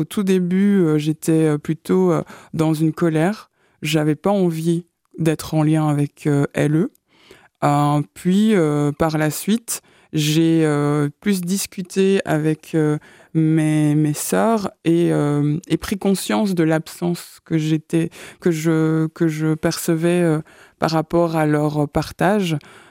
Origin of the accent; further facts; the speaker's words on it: Goma, North Kivu, DR Congo; Moi, je viens de la région de Goma, donc comme beaucoup de personnes le savent, je pense, qui est en guerre civile depuis plus de 30 ans